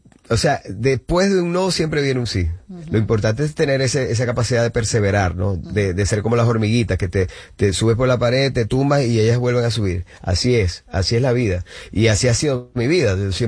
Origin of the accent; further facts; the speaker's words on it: Maracaibo, Zulia, Venezuela; moved away; voy a ir a mi tierra natal, Maracaibo